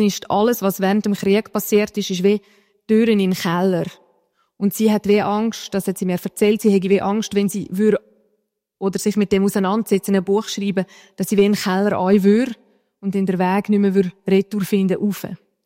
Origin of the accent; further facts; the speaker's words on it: Sargans, St. Gallen, Switzerland; also born or lived in Mels; ich bin in Sargasse aufgewachsen, ich habe Heimatort Mels, oder? Also dort fragt dich niemand.